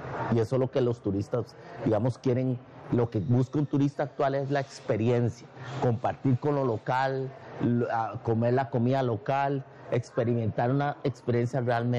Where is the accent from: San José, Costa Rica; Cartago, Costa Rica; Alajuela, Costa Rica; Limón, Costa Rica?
Limón, Costa Rica; de cómo yo vengo de Limón, que es una de las provincias de Costa Rica, que comparte gastronomía, cultura, idioma con San Andrés.